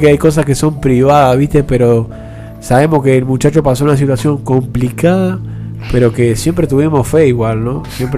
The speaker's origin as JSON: {"language": "Spanish", "region": "Treinta y Tres", "country": "Uruguay", "tie": "born or raised there", "moved": "yes", "lives_now": "Maldonado, Uruguay", "said": "Yo soy de 33 también, así que bueno, un saludo grande para toda la gente de mi pueblo, del Olimar."}